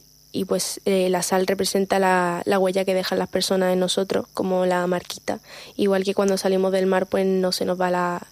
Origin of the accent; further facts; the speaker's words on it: Málaga, Andalusia, Spain; yo soy malagueña, ¿no? Pero yo además, pues, siempre he vivido, pues, muy cerquita del mar.